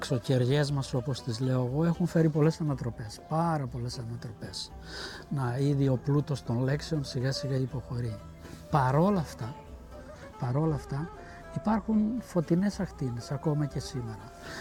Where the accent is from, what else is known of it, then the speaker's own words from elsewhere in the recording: Crete, Greece; όπως αγαπώ εγώ το χωριό μου, φαντάζομαι ότι και ο κάθε κριτικός αγαπά το δικό του το χωριό και κατ' επέκταση μετά πρέπει να αγαπάμε και ολόκληρη την Κρήτη.